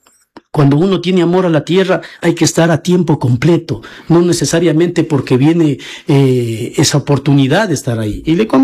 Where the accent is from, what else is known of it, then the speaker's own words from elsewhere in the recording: Chimbo, Bolívar, Ecuador; moved away as an adult; Como chimbeño, ¿qué le estoy entregando a mi tierra? Mire, muchos jóvenes, y dentro de ellos estoy yo, porque he tenido que salir a otra tierra, he tenido que emigrar a buscar oportunidades